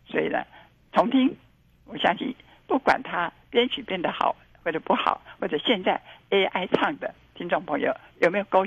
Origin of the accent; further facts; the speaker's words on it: Taiwan; 又是我们台湾人